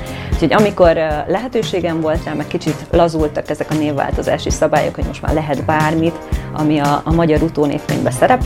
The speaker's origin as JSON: {"language": "Hungarian", "town": "Szeged", "region": "Csongrád-Csanád", "country": "Hungary", "lives_now": "Budapest, Hungary", "said": "Mert a névváltozás után nem sokkal egyébként Szegedről Budapestre költöztem, és már mindenki így ismert meg. Amikor meg hazamentem"}